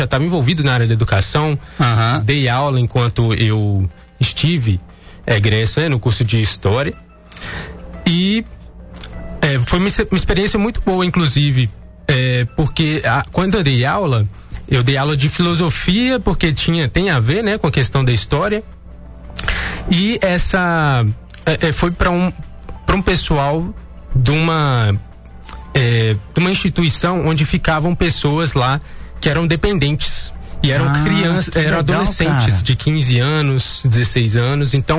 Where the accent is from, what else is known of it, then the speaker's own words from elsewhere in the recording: Minas Gerais, Brazil; nascido e criado aqui no Vale do Aço.